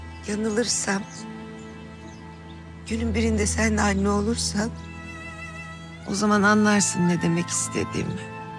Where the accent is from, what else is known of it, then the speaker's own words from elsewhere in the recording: Adana, Turkey; Ben Adanalıyım Gülben. Biz de kadın evi çekip çevirir.